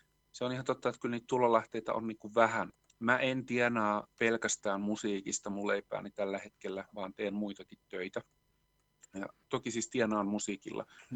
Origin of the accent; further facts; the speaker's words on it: Lahti, Päijät-Häme, Finland; now in Helsinki, Finland; mä oon Lahdesta kotoisin